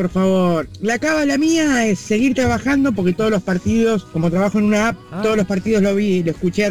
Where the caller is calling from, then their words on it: San Vicente, Buenos Aires Province, Argentina; de San Vicente.